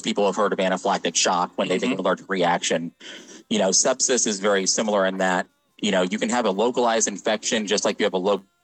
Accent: Orlando, Florida, United States; also born or lived in Midwest; now in Kentucky, United States; I grew up down in Orlando, Florida originally, and then kind of lived all over the Midwest.

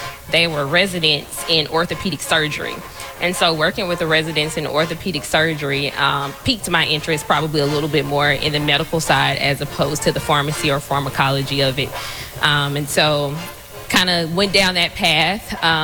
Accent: Jackson, Mississippi, United States; moved away as an adult; now in Nashville, United States; Yeah, absolutely. I'm from Jackson, Mississippi. Like Nick said, I went to college at Jackson State.

